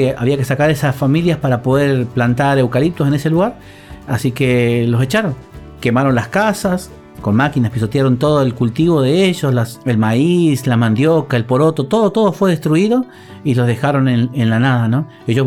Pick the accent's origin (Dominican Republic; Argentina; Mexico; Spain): Argentina; porque somos mezclados en Argentina, somos todos mezclados